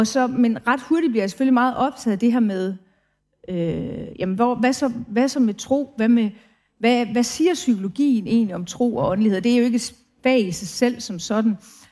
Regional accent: Brønderslev, North Denmark Region, Denmark

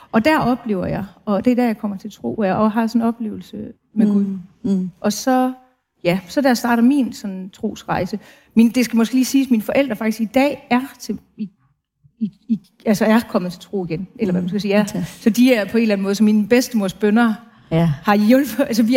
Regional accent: Brønderslev, North Denmark Region, Denmark

